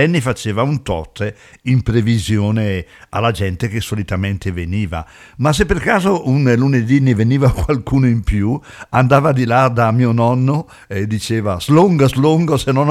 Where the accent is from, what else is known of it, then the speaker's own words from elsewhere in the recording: Lugano, Ticino, Switzerland; born there; moved away; also born or lived in Rovato; io da bambino vivevo a Lugano